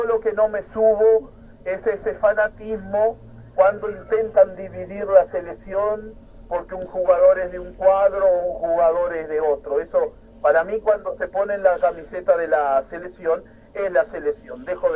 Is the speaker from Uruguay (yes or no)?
yes; Uruguay; como uruguayo que soy